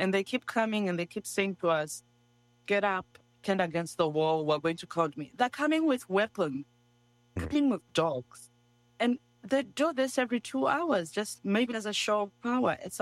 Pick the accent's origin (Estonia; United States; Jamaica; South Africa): South Africa; Those of us who were South African